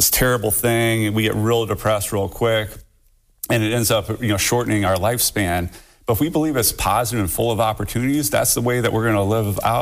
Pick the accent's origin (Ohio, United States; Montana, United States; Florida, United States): Ohio, United States; Haskins; Yeah. So when I grew up in a little town in Wood County called Haskins, and you know, my parents were obviously a big factor and role models